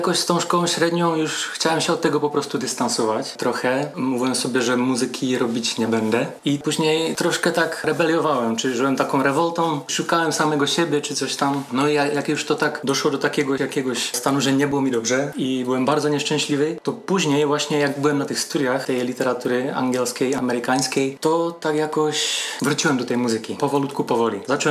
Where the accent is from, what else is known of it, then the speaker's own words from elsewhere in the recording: Třinec, Moravian-Silesian Region, Czechia; No tak, ja urodziłem się w Trzyńcu, mieszkałem w Trzyńcu i uczyłem się do szkoły podstawowej na tarasie